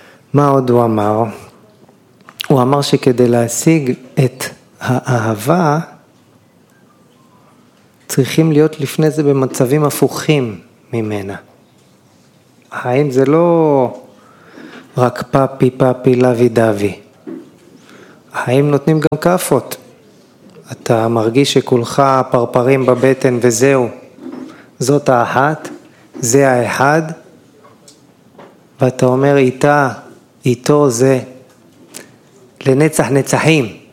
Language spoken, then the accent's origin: Hebrew; Elyashiv, Central District, Israel; now in Petah Tikva, Israel; אני מושבניק, ממושב אלישיב בעמק חפר. יום שלישי זה יום הורים, אנחנו מבקרים את אבא שלי באלישיב ואת אבא של אשתי בנתניה. אנחנו גרים בפתח תקווה